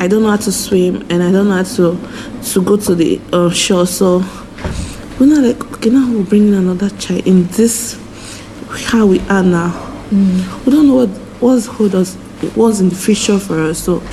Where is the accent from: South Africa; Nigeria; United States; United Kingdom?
Nigeria; moved away as an adult; now in Ireland; The way we grew up in Nigeria